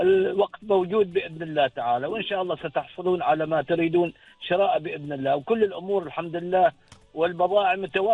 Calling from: Al Khaburah, Al Batinah North, Oman; الآن من ولاية الخابورة الجميلة

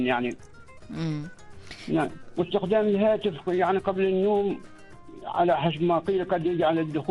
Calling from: Wadi Al Maawil, South Al Batinah, Oman; من قرية الطوية من ولاية وادي المعاول.

